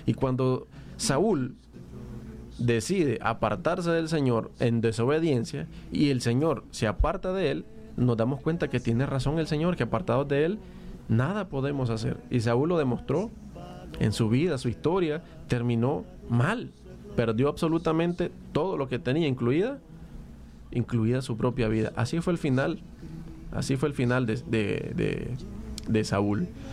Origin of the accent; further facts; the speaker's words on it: Nicaragua; Y es como la cédula que tenemos nosotros, que nos hace probar que somos ciudadanos nicaragüenses.